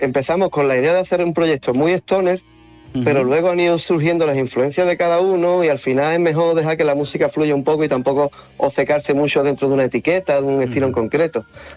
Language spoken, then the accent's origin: Spanish; San Pedro Alcántara, Andalusia, Spain; yo soy de San Pedro Alcántara.